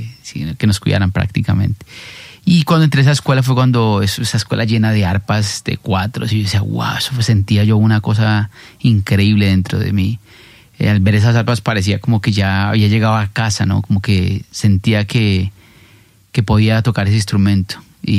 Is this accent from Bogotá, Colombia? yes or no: yes; Bogotá, Colombia; yo soy aquí de Bogotá y soy de un barrio del sur que se llama San Vicente Ferrer.